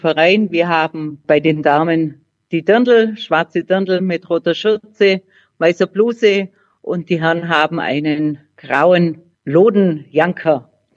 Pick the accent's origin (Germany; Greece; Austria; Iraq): Germany; Bavaria; Niedersachsen, da seid ihr ja zu Hause, und ich glaube, da kennt man die Gemütlichkeit genauso wie bei uns in Bayern.